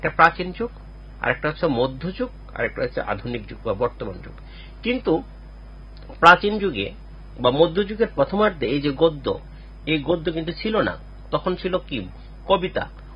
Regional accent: Bangladesh; first language Bengali

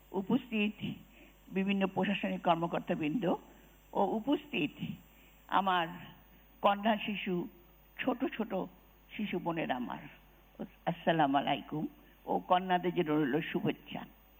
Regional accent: Bangladesh

